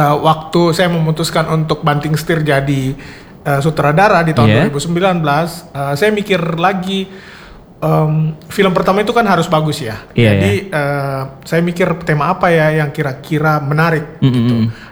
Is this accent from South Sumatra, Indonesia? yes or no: no; Makassar, South Sulawesi, Indonesia; now in Jakarta, Indonesia; Saya lahir dan besar di Makassar.